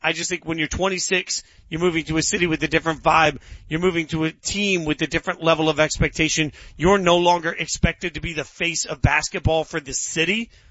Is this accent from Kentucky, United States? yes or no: no; Las Vegas, Nevada, United States; also born or lived in Maine / Maryland / Virginia / D.C.; now in Connecticut, United States; I grew up all over the country. I grew up in Vegas as a kid, then lived in Maine, Maryland, Virginia, D.C., New York, Chicago, Nashville. I now live in Connecticut.